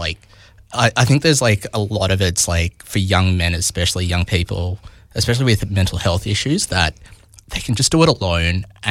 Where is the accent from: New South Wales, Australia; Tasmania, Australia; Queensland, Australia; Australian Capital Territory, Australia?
New South Wales, Australia; Sydney; Yeah, so I grew up in Sydney